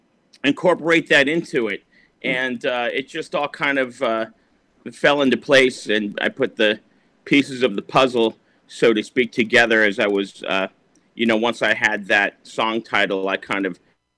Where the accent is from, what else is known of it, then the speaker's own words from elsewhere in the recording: Cleveland, Ohio, United States; now in New York, United States; I'm originally from Cleveland, Ohio.